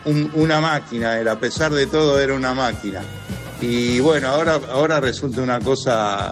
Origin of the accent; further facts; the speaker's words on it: Quilmes, Buenos Aires Province, Argentina; mi DNI, soy de Quilmes, y termina en 304.